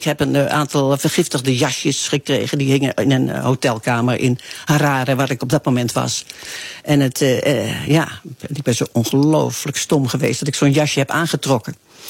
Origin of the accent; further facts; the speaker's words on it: Arnhem, Gelderland, Netherlands; born there; also born or lived in Amsterdam; Nou ja, eigenlijk bij toeval, omdat ik in 68 vanuit Arnhem, mijn geboortestad, naar Amsterdam ging.